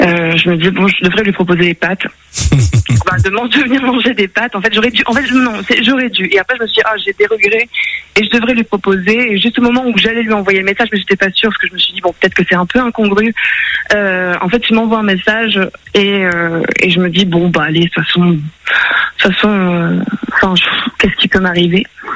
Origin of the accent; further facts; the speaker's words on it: Hauts-de-France, France; Donc c'est des montagnes de charbon dans le Nord-Pas-de-Calais. Moi, je viens du Nord-Pas-de-Calais.